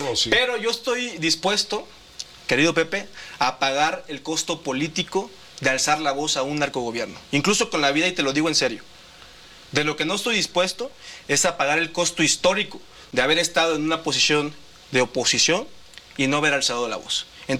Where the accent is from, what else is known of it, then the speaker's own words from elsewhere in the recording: Mexico; lo que hemos perdido los mexicanos han sido millones de vidas.